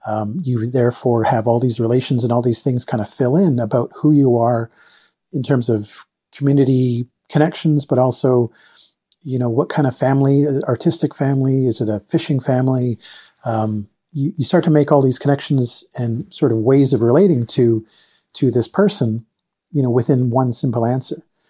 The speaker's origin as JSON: {"language": "English", "town": "Vancouver", "region": "British Columbia", "country": "Canada", "tie": "born or raised there", "said": "I grew up in Vancouver, but I also spent summers with my family on the West Coast and summers fishing with uncles that were involved in the commercial fishing industry."}